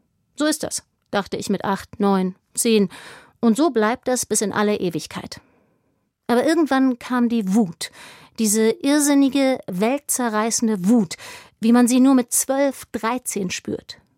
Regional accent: Spandau, Berlin, Germany; Denn wenn ich das dort erzähle, wo ich aufgewachsen bin, in der Schlange vor der Spandauer Tafel, da lachen die mich aus.

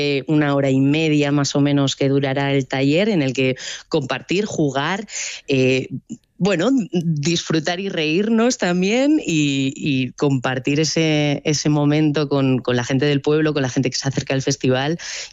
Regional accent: Araia, Basque Country, Spain; Entonces yo estoy encantada con las propuestas que puedo acercar a Araya, que además es mi pueblo.

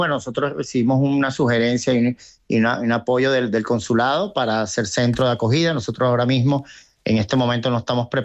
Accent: Caracas, Capital District, Venezuela; also born or lived in Tenerife; yo nací acá, mis padres sí son de Tenerife y Cueva de los Vinos, yo tengo 55 años y nací acá, vivía allá en Tenerife un tiempo, pero toda mi vida la he pasado acá y como soy venezolano.

